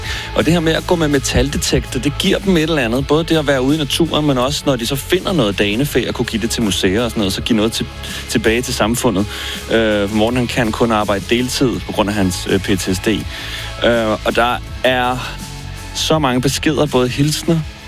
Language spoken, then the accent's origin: Danish; Smørum, Capital Region of Denmark, Denmark; Altså Smørum, hvor jeg er fra, der skal du bare stikke en skovl i jorden, så finder de et eller andet.